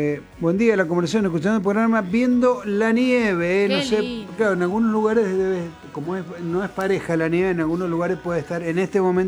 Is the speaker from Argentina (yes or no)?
yes; Mendoza, Argentina; porque nosotros somos la tierra